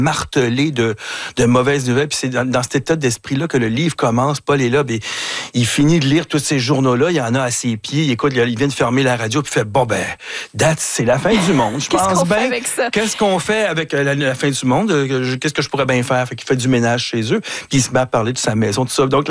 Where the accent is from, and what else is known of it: Montreal, Quebec, Canada; born or raised there